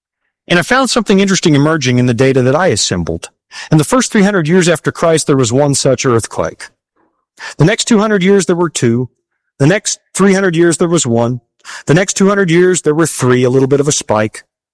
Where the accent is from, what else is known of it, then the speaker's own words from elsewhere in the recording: Canada; moved away; also born or lived in Toronto; My home country, Canada